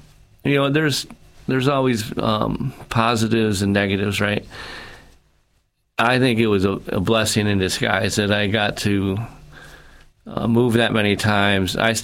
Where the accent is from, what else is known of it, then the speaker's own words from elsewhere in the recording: Marcellus, New York, United States; also born or lived in Rochester / Syracuse / Boulder, Colorado; I grew up. I was born in Rochester, but then we moved to Syracuse. I grew up in Marcellus, which is a suburb of Syracuse.